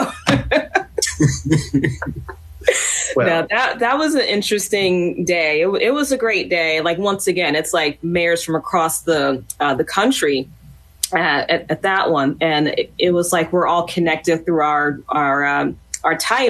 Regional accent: Philadelphia, Pennsylvania, United States; I'm from Germantown.

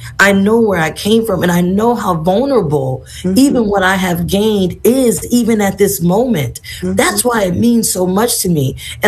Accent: Boston, Massachusetts, United States; I was born and raised in Boston.

